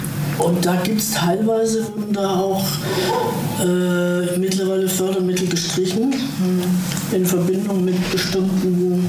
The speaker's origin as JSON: {"language": "German", "region": "Baden-Württemberg", "country": "Germany", "said": "Ich komme aus Baden-Württemberg, 3 Kilometer vor der Grenze zu Bayern"}